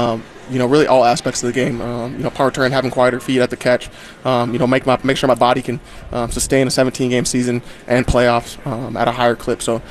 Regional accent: Midwest, United States; Growing up in the Midwest

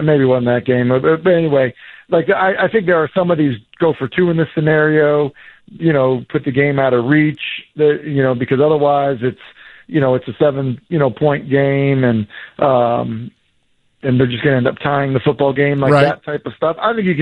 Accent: New England, United States; in Tennessee, growing up in New England, you drive 30 minutes and you get to every game, right?

